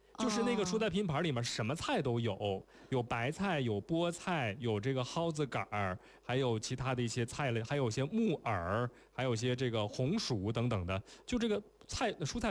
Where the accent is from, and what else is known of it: Northeast China, China; born or raised there; now in Beijing, China